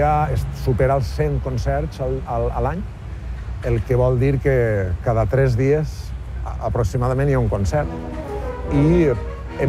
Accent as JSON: {"language": "Catalan", "town": "Castelló", "region": "Valencian Community", "country": "Spain", "said": "La nostra terra és molt musical, en els nostres pobles, jo soc de Castelló, el meu germà major també és oboista"}